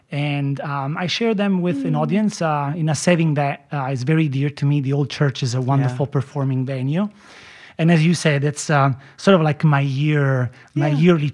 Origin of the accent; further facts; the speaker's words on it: Campania, Italy; now in Portland, United States; So I grew up in the Naples region